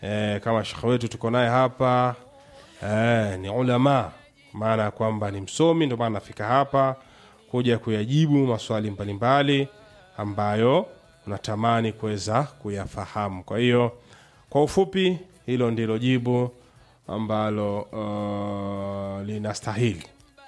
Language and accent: Swahili; Musoma, Mara, Tanzania; natokea Musoma Nyakato.